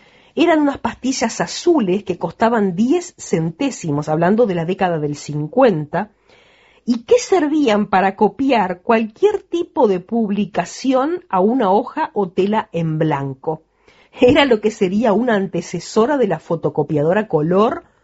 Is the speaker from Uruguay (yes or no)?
yes; Uruguay; somos uruguayos